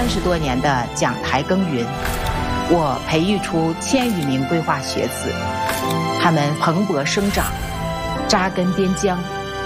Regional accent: Inner Mongolia, China; 我的家乡位于内蒙古东部大兴安岭南麓的科尔沁草原，那里河湖纵横，碧草连天。

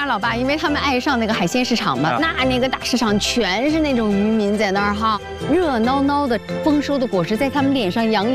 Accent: Yantai, Shandong, China; moved away; 咱烟台人靠海吃海，

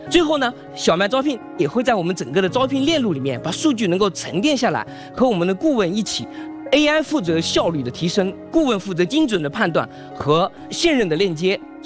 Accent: a village in Taojiang County, Hunan, China; moved away; 我是来自于湖南省桃江县的一个农村，

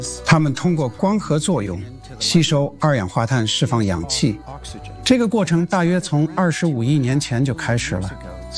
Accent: Canada; moved away; 我在加拿大长大，从小就接触户外露营

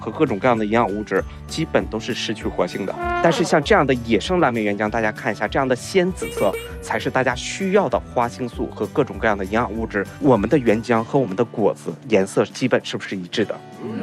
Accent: Tahe, Heilongjiang, China; moved away as an adult; 那我呢也是来自于大兴安岭

